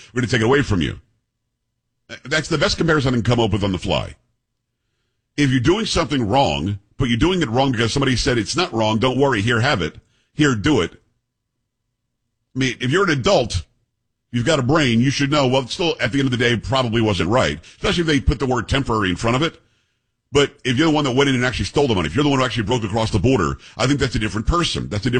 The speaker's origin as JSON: {"language": "English", "region": "Florida", "country": "United States", "tie": "born or raised there", "said": "And I grew up in South Florida, as I say all the time."}